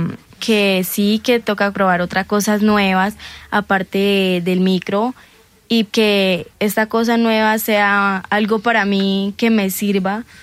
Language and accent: Spanish; Maracaibo, Zulia, Venezuela; Vengo de Maracaibo.